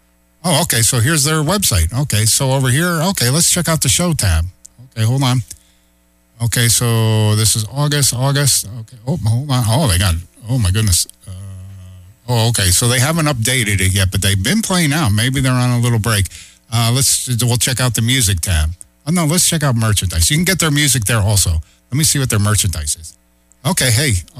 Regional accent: Fort Worth, Texas, United States; born there; Now, I was born in Fort Worth

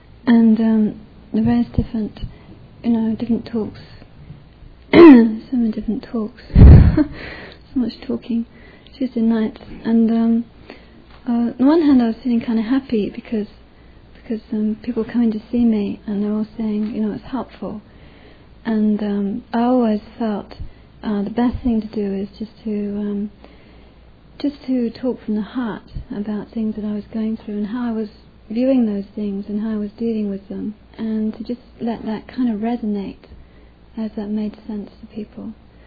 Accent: England, United Kingdom; And it's like when we grew up in England, we hear all these words, you know, Chicago, Arkansas, California, and it's like, oh, America.

